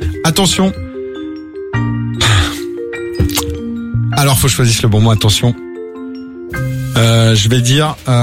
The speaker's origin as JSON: {"language": "French", "region": "Pays de la Loire", "country": "France", "moved": "yes", "said": "moi, qui viens de Vendée"}